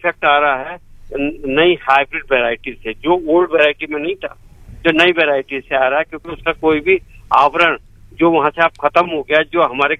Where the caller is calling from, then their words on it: Ghaziabad, Uttar Pradesh, India; मैं गाजियाबाद से बोल रहा हूँ